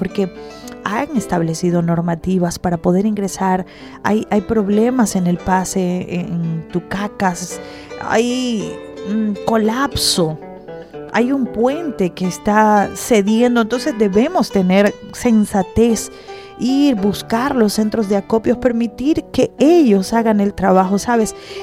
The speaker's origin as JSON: {"language": "Spanish", "country": "Venezuela", "said": "esta solidaridad que hemos tenido como venezolanos."}